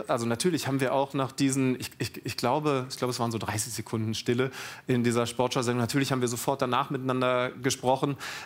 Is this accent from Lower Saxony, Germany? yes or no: yes; Lower Saxony, Germany; born or raised there